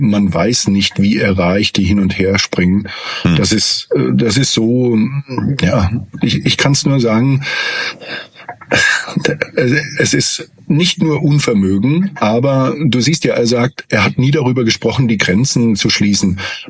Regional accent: Germany

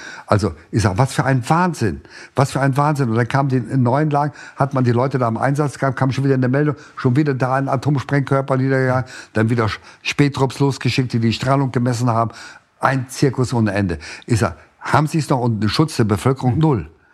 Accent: Lohne, Lower Saxony, Germany; sind wir in einem vertriebenen Lager aufgewachsen. Als Kind am Rande eines kleinen Städtchens, weit am Rande, nur

